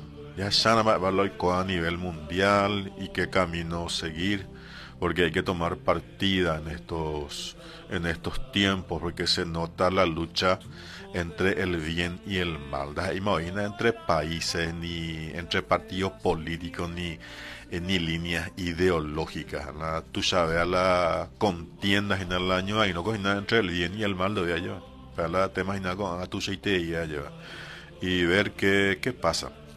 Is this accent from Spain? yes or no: no; Paraguay